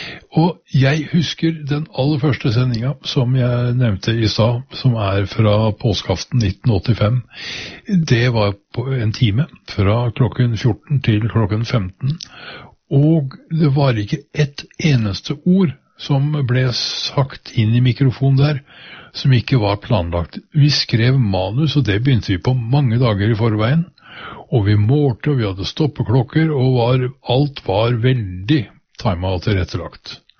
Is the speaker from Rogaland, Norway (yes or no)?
no; Horten, Vestfold, Norway